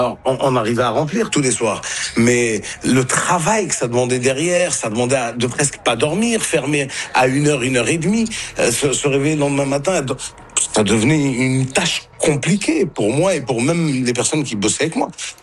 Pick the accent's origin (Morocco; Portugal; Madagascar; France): Morocco; Nous on vient du Maroc à la base.